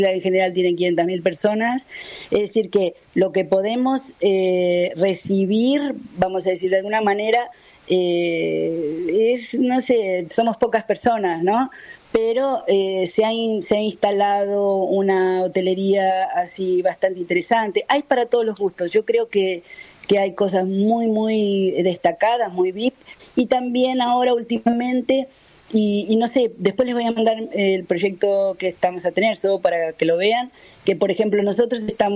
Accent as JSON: {"language": "Spanish", "town": "Ensenada", "region": "Buenos Aires Province", "country": "Argentina"}